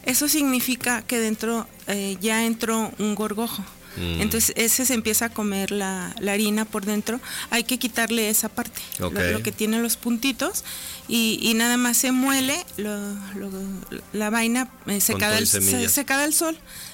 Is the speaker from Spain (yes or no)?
no; Aguascalientes, Mexico; yo nací en Aguascalientes a principios de los 70s y crecí en el Mercado Terán. Mi familia es del Mercado Terán